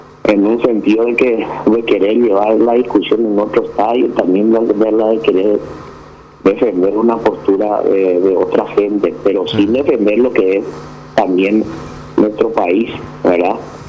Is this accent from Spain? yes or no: no; Paraguay